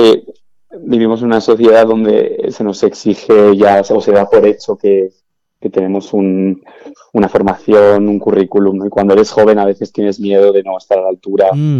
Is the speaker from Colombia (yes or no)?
no; Navarre, Spain